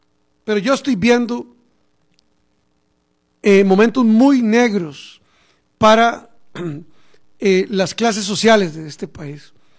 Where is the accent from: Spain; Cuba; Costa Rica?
Costa Rica